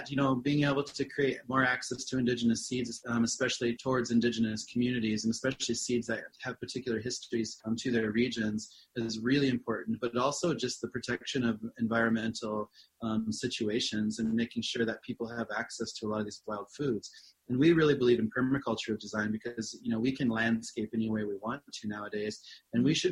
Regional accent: South Dakota, United States; So for my area where I grew up in South Dakota, you know, the Lakota, we were utilizing a lot of game meat.

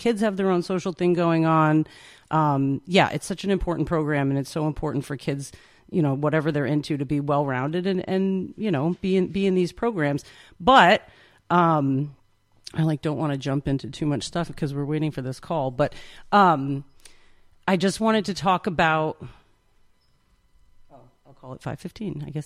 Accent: Germantown, New York, United States; moved away as an adult; now in Catskill, United States; I'm not from Catskill. I'm from Germantown originally, like you said, left to go to college. You know, I stayed for about 10 years away and then came back, and now we live in Catskill.

